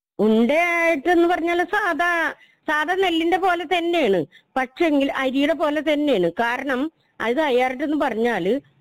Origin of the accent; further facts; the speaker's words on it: Kerala, India; moved away as an adult; now in Mowlassery, Nedumbassery, India; ഞാൻ മൗലശ്ശേരിയിലാണ് ഇപ്പോൾ ജീവിക്കുന്നത്. ഞാൻ ജനിച്ചത് പുത്തുമല്ലിയുടെ പഞ്ചായത്തിന്റെ ചെറുകിടപ്പുറ ഏരിയ എന്ന് പറയും, അവിടെയാണ് ജനിച്ചത്. അവിടെ നിന്ന് ഞാൻ കല്യാണം കഴിഞ്ഞാണ് മൗലശ്ശേരിക്ക് വരുന്നത്, നെടുമ്പാശ്ശേരി പഞ്ചായത്തിന്റെ 1-ാം വാർഡിലേക്ക്.